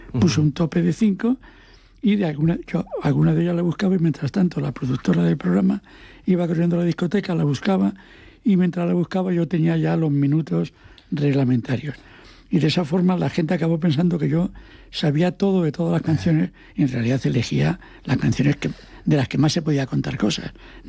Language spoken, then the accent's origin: Spanish; Asturias, Spain; Como yo soy asturiano, digo, ¿de dónde?